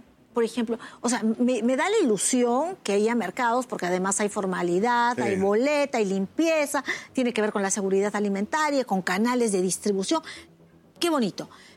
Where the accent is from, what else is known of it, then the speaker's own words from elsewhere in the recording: Puno, Peru; Yo soy de Puno.